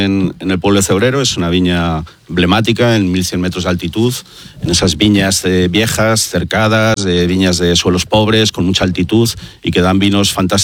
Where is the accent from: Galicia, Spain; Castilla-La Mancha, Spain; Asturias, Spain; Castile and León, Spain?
Castile and León, Spain; Valladolid; soy de Valladolid, soy del Duero